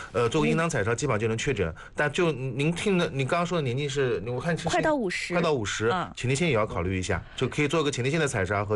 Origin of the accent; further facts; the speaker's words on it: China; 我们中国人